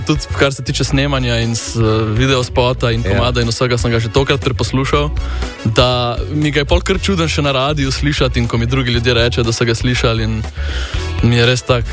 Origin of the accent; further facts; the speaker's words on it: Ljubljana, Slovenia